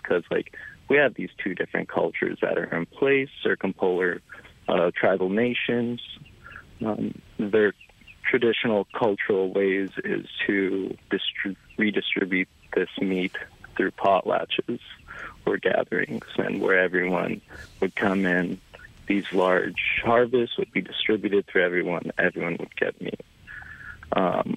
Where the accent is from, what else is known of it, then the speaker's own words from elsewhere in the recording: Hooper Bay, Alaska, United States; I am originally from Hooper Bay.